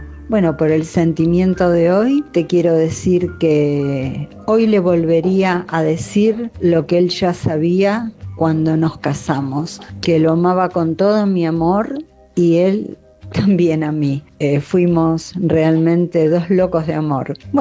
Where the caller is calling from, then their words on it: Lanús, Buenos Aires Province, Argentina; desde Lanús.